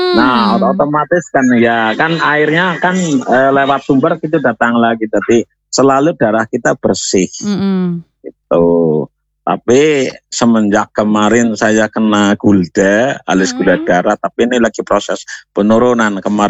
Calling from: Banyumas, Central Java, Indonesia; Kali Bagor mbak.

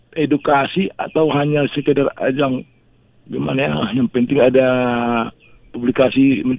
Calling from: Riau, Indonesia; Di Pelalawan

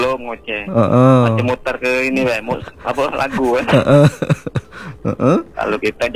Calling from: Palembang, South Sumatra, Indonesia

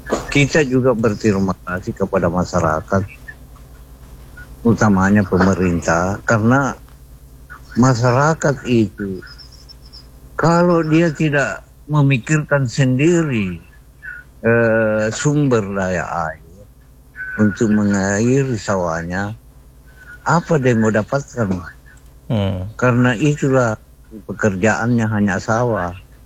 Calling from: Palopo, South Sulawesi, Indonesia; Contohnya juga di kampung saya, di Palopo ya.

